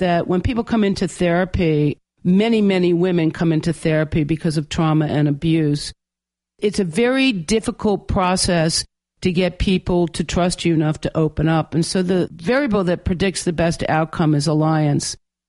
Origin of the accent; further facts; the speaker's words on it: North Shore of Long Island, New York, United States; we grew up on the North Shore of Long Island where there were very, very wealthy people.